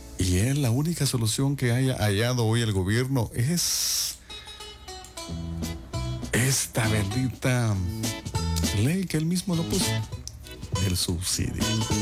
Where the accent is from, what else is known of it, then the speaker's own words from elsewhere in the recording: Guatemala; lo dijimos porque somos guatemaltecos.